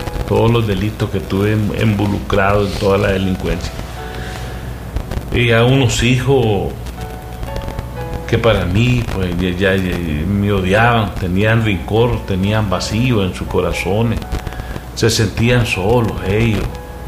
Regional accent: Jinotepe, Carazo, Nicaragua; Fíjense que yo vengo de Jinotepe con mucho amor, muchachos.

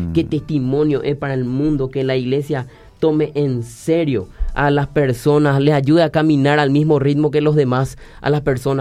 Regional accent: Paraguay; Nosotros somos paraguayos

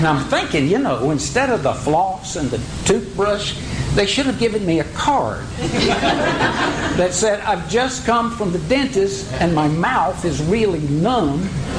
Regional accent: Mississippi, United States; also born or lived in Los Angeles; now in Louisville, United States; Having been born and raised in Mississippi and currently living in the quaint river town of Louisville, Kentucky.

